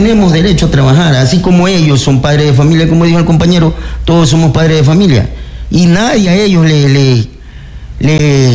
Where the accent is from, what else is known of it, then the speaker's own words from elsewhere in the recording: Salinas, Santa Elena, Ecuador; Yo soy de Cantón Salinas, sí.